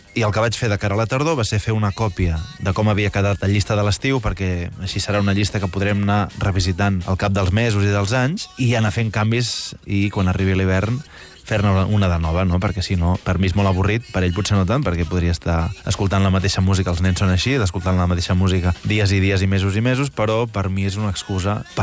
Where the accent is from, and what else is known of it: Vilanova i la Geltrú, Catalonia, Spain